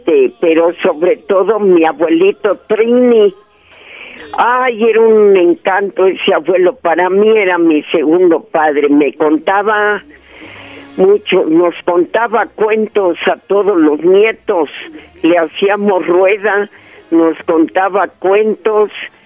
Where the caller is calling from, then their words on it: Tampico, Tamaulipas, Mexico; Somos de Tampico.